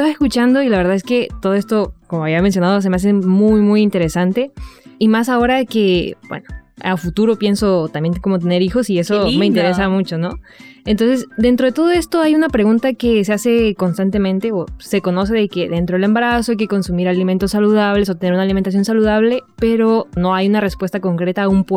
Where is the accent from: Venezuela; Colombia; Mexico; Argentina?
Mexico; En México, yo provengo de México